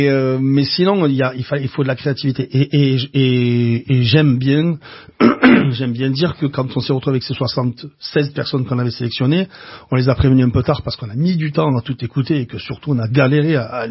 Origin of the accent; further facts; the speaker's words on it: Béziers, Occitanie, France; Je viens de Béziers, tu vois, je déteste les gens de Béziers, parce qu'ils me rappellent que je suis de Béziers.